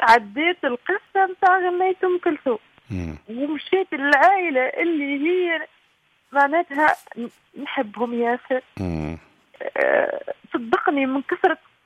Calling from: Tunisia; من القلعة

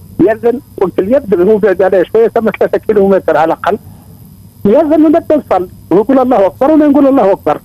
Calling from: Tunisia; من برقة، من برقة عند رحمة.

